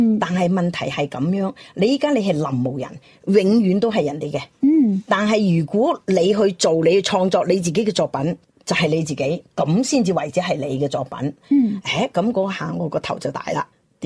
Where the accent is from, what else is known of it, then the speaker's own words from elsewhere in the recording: Guangzhou, Guangdong, China; 我哋广州人好多即系唔系广州人都好啦